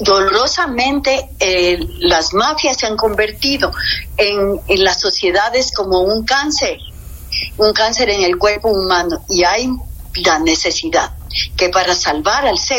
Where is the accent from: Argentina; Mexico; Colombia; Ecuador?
Ecuador; primero necesitamos como seres humanos, como ecuatorianos, necesitamos el tener conocimiento